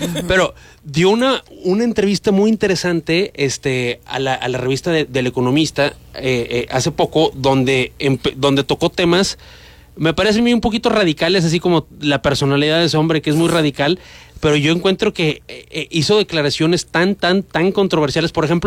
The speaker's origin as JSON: {"language": "Spanish", "country": "Mexico"}